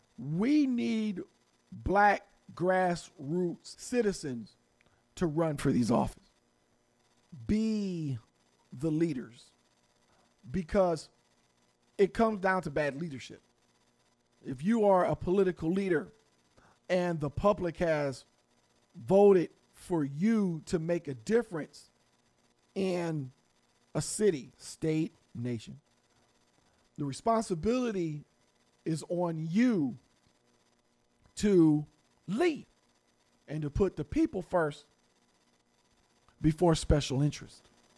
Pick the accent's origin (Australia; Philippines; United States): United States; Cleveland, Ohio; I know a thing or two about that because I am from Cleveland, Ohio.